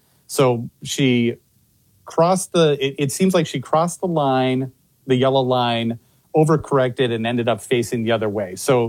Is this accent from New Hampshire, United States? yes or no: yes; New Hampshire, United States; born there